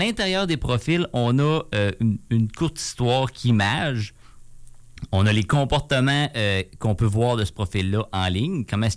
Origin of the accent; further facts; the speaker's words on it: Quebec, Canada; Moi, je viens de la Beauce.